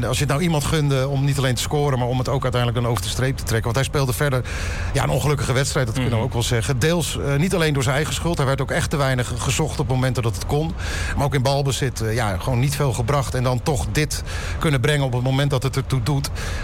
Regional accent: Netherlands

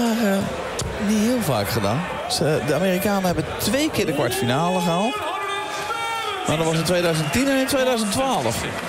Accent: The Hague, South Holland, Netherlands; born there; ik ben geboren in Den Haag

